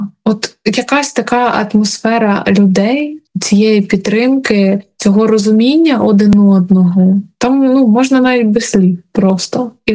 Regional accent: Kharkiv, Kharkiv Oblast, Ukraine

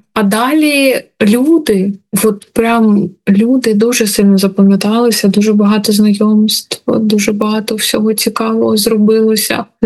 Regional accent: Kharkiv, Kharkiv Oblast, Ukraine

